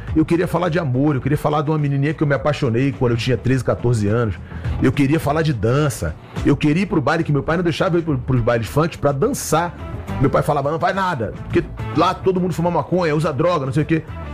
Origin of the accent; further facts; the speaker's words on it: Rio de Janeiro, Brazil; Eu sou da Vila do Pinheiro, eu morei até 27 anos dentro do Complexo da Maré, que é a Vila do João, Vila do Pinheiro, Conjunto Esperança. Eu nasci na Nova Holanda, eu saí da Nova Holanda com 6 para 7 anos